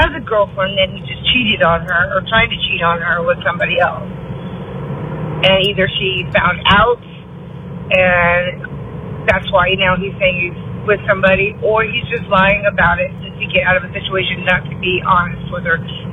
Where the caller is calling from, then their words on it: Hera, Oklahoma, United States; I'm from Hera, Oklahoma.